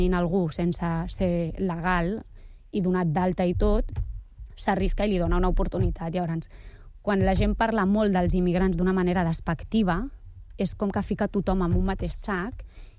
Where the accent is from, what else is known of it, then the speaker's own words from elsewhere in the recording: Catalonia, Spain; born there; pràcticament porto a Catalunya, o sigui, tinc 31, vaig venir als 4 anys, vull dir, sóc catalana, no? Però molts cops quan dius, sóc catalana, no, però d'on ets? Vull dir, soc d'aquí.